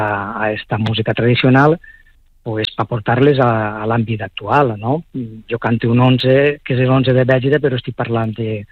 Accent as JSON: {"language": "Catalan", "town": "Aielo de Malferit", "region": "Valencian Community", "country": "Spain", "lives_now": "Agullent, Spain", "said": "Bueno, m'ho proposen des de l'Ajuntament d'Aielo. Jo soc d'Aielo"}